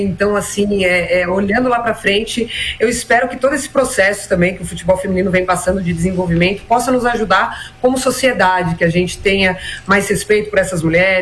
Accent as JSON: {"language": "Portuguese", "region": "São Paulo", "country": "Brazil", "said": "Você vai olhar para o estado de São Paulo, por exemplo, eu sou paulistana"}